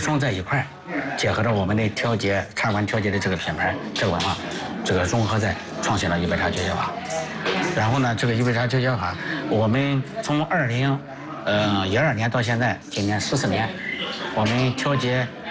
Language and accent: Chinese; China; 我们中国人的智慧是了不起的